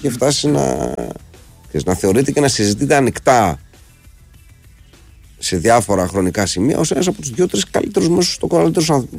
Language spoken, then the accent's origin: Greek; Greece; Εμείς ως Έλληνες το έχουμε ανάγκη.